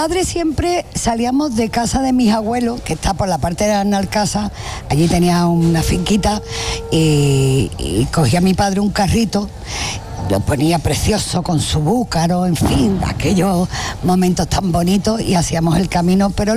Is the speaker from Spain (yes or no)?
yes; Seville, Andalusia, Spain; Nosotros somos de Sevilla. Y fíjate el vínculo tan inmenso.